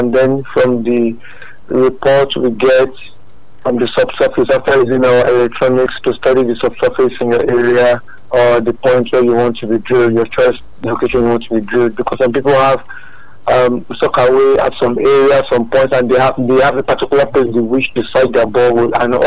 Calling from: Ajuwon, Ogun, Nigeria; I'm calling from Ajuwon. Akute area.

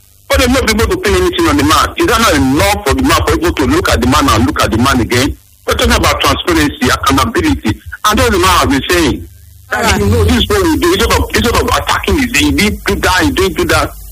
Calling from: Benin City, Edo, Nigeria; I'm calling from Benin.

